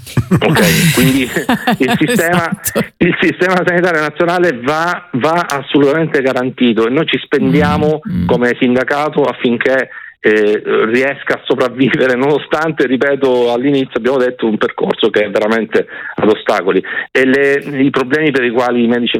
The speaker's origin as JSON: {"language": "Italian", "region": "Calabria", "country": "Italy", "moved": "yes", "lives_now": "Veneto, Italy", "said": "io sono calabrese ma lavoro in Veneto"}